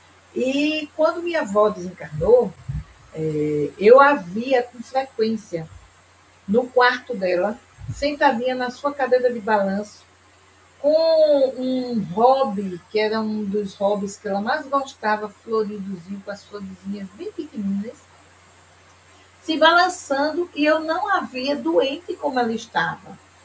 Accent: Pernambuco, Brazil; Nós somos de Pernambuco.

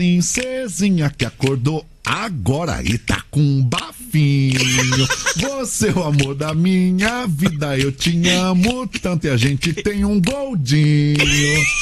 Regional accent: Lages, Santa Catarina, Brazil; moved away; Eu sou de Santa Catarina.

